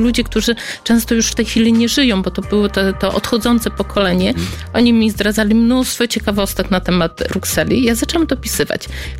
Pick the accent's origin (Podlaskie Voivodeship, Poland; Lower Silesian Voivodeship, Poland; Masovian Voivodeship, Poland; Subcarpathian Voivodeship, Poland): Podlaskie Voivodeship, Poland; Ja pochodzę z Podlasia. Jest to no tak piękna kraina, natomiast w owym czasie, kiedy ja byłam tą małą dziewczynką, nie miało to miejsce dla mnie tak dużo do zaoferowania.